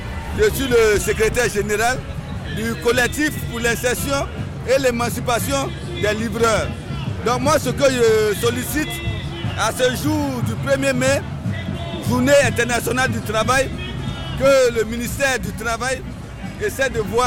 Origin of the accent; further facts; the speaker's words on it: Italy; J'ai une carte italienne, moi je suis italien moi.